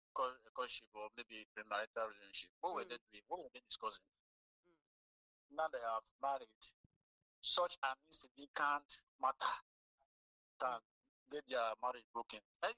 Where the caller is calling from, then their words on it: Nigeria; calling you from Unica.